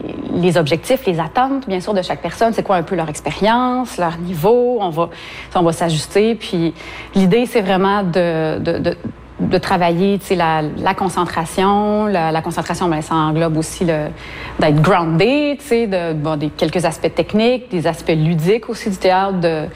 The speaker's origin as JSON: {"language": "French", "region": "Quebec", "country": "Canada", "said": "on est Québécois"}